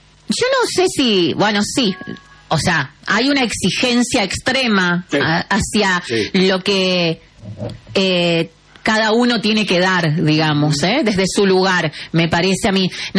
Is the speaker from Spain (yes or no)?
no; Argentina